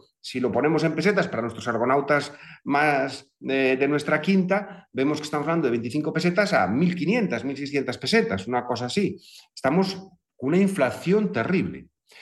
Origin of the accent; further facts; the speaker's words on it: Lugo, Galicia, Spain; el recuerdo que tengo de mi infancia, por lo menos en Lugo